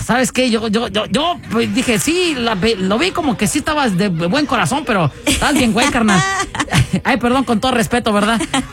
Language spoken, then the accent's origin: Spanish; Laredo, Texas, United States; born there; now in Pflugerville, United States; Yo me identifico mucho con la flaquita porque también nací en Laredo, Texas.